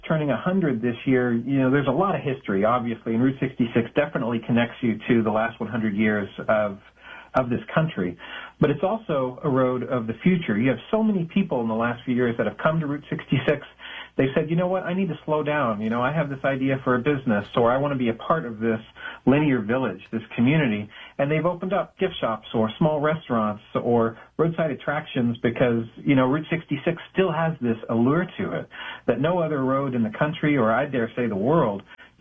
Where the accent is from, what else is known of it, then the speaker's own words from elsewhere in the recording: Tulsa, Oklahoma, United States; Tulsa, right here, which is my hometown